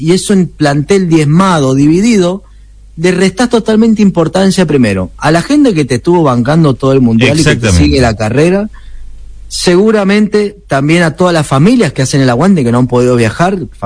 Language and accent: Spanish; Argentina; como somos los argentinos